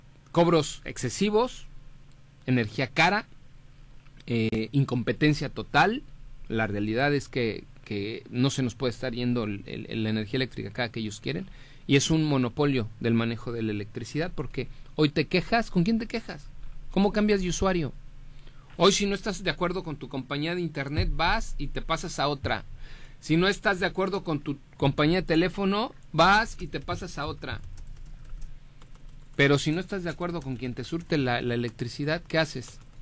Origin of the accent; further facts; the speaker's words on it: Mexico; somos muchos mexicanos.